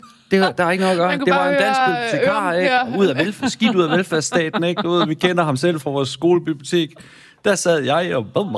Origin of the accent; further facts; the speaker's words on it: Central Denmark Region, Denmark; Så fordi jeg er vokset op i Midtjylland og kun har haft engelsk i 3 år, så er mit engelsk jo så skole dansk.